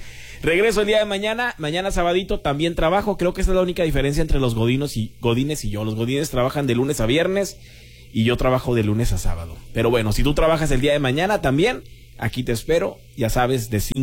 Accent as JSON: {"language": "Spanish", "town": "Guerrero", "region": "Coahuila", "country": "Mexico", "tie": "born or raised there", "moved": "yes", "lives_now": "Piedras Negras, Mexico", "said": "Voy a ir por una sandía a Guerrero, a mi tierra natal."}